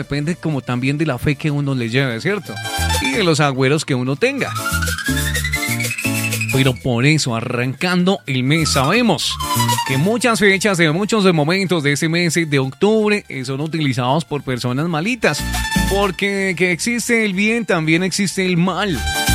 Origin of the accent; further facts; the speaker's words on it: Colombia; nosotros como colombianos